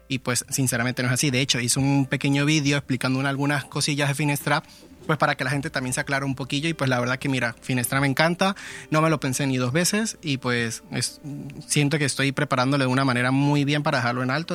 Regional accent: Venezuela; Soy venezolano, me encanta mi país, pero prefiero mil veces comerme una paella que comerme un plato de mi tierra

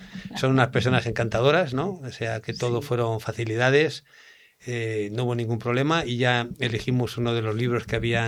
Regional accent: Azerbaijan; Soy de Azerbaiyán.

